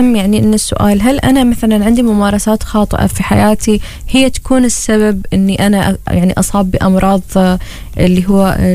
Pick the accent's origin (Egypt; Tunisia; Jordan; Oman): Oman; وعندنا في عمان